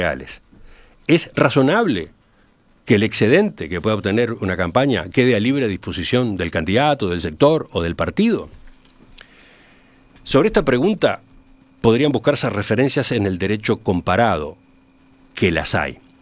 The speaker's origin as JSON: {"language": "Spanish", "country": "Uruguay", "said": "yo como ciudadano, como uruguayo, ¿qué estoy subsidiando ahí?"}